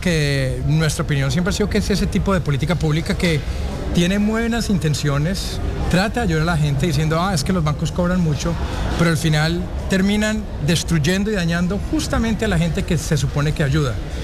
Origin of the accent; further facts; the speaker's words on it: Colombia; yo soy colombiano, entonces mi corazón está en Colombia